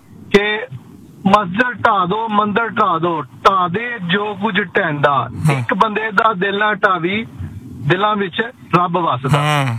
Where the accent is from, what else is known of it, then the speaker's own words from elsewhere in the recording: Lahore, Punjab, Pakistan; ਤੇ ਮੈਂ ਪਾਕਿਸਤਾਨ ਤੋਂ ਆ।